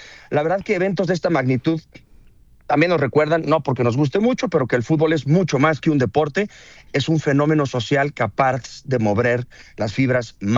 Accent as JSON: {"language": "Spanish", "country": "Mexico", "said": "Somos todos mexicanos"}